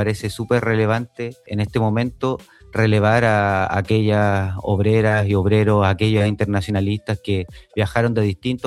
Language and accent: Spanish; Chile; now in Barcelona, Spain